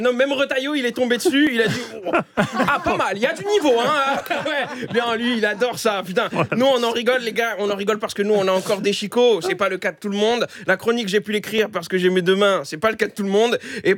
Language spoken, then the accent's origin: French; Pierrefitte-sur-Seine, Île-de-France, France; also born or lived in Saint-Denis; je suis né à Saint-Denis et j'ai grandi à Pierrefitte